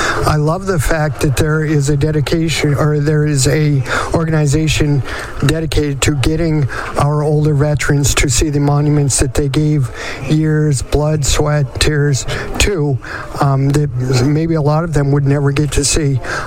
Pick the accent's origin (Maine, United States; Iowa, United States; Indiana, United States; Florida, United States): Maine, United States; Rumford; also born or lived in Harrington, Maine; I currently live and I actually grew up in Rumford, Maine. However, I'm proud to call Harrington, Maine my hometown. My dad and sister still live in Harrington.